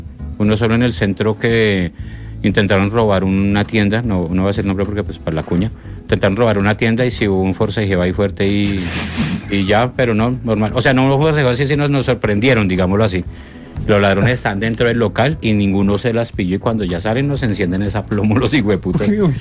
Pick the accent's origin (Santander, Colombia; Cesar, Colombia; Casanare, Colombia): Casanare, Colombia; Maní; now in Bogotá, Colombia; Me crié en el llano, nací acá en Bogotá y de niño.